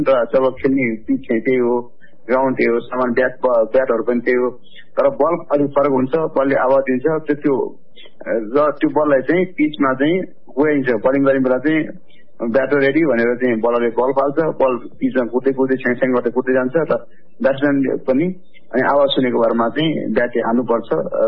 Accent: Lele, Lalitpur District, Bagmati, Nepal; म नेत्रहीन क्रिकेट संघ नेपालको अध्यक्ष। मेरो जन्म चाहिँ ललितपुर जिल्लाको लेले भन्ने ठाउँमा 2035 सालमा भएको हो

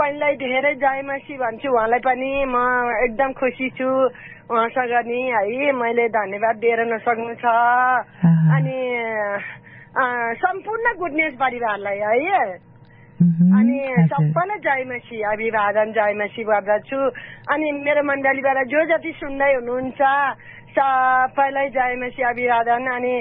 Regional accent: Gandaki Province, Nepal; पोखरा, लमजुङ, गोर्खा, तनहुँ, हामी उतैका हौँ, मलाई सरै भन्न आउँछ, भन्न मन लाग्छ।

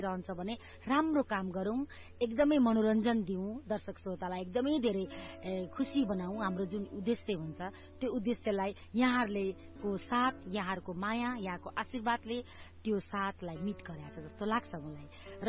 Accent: Biratnagar, Koshi Province, Nepal; मेरो बालापन, मेरो बाल्यकाल विराटनगर गहेली टोल वार्ड नम्बर 10 विराटनगरमा बित्यो।

